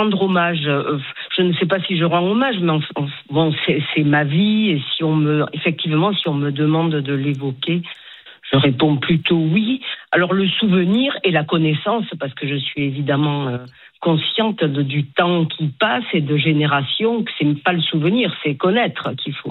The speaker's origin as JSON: {"language": "French", "town": "Toulouse", "region": "Occitanie", "country": "France", "said": "Non, mais je suis toulousaine."}